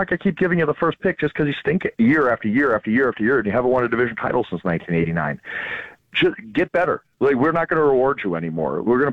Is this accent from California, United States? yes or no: no; Wisconsin, United States; I grew up in Wisconsin